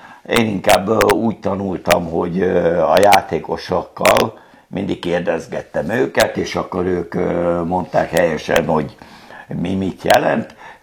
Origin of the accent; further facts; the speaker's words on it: Hungary; Tehát abból induljunk ki, hogy magyar vagyok